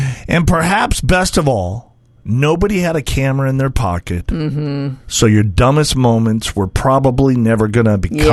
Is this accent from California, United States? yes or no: yes; San Diego, California, United States; So I grew up in San Diego, California.